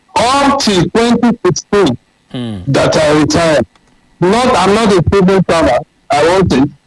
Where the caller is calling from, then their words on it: Ilaro, Ogun, Nigeria; This time I'm calling you from Ilaro.